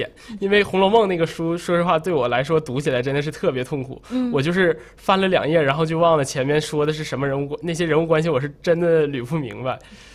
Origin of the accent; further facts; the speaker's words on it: China; first language Chinese; 因为我们是中国人嘛，这个语文它不仅是一个学科，也是我们的中文汉语也是我们的母语